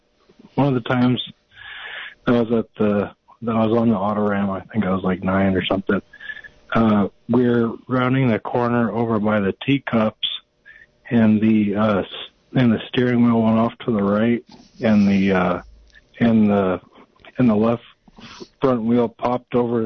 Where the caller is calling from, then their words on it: Santa Cruz, California, United States; Hey, Tim and Michelle. … Santa Cruz.